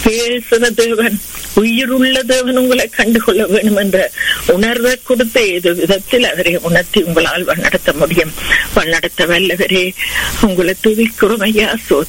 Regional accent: Sri Lanka; நாங்க பிறந்து வளர்ந்த தேசமாகிய இலங்கை தேசத்துக்காக, அந்த அழகிய தீவுக்காக உங்களை வருவோம்.

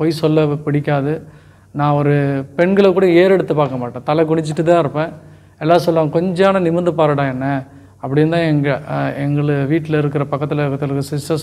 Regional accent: Vaniyambadi, Tamil Nadu, India; born there; நான் ஒரு இந்து தெலுங்கு ஃபேமிலியில் பிறந்த பையன். என்னோடய லைஃப்பில் வாணிம்படின்ற ஊரில் நான் பிறந்தேன். வளர்ந்ததெல்லாம் அந்த ஊரில் தான். ஒரு 6th ஸ்டாண்டர்ட் வரையும் நான் வாணிம்படியில் தான் பிறந்து வளர்ந்தேன்.

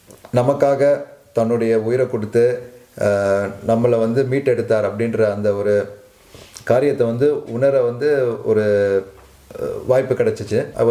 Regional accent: Chennai, Tamil Nadu, India; நான் தமிழ்நாட்டில் ஒரு சின்ன கிராமத்தில் பிறந்தது. சின்ன வயசுலேருந்து சென்னையில் தான் என்னோட பூர்வீகம்னு சொல்லி சொல்லலாம். வளர்ந்தது ஸ்கூலிங்ஸ் சர்ச் போனது எல்லாமே வந்து சென்னையில் தான். கிறிஸ்டியன் ஃபேமிலி, அம்மா அப்பா வந்து டிவோட் கிறிஸ்டியன்ஸ்.

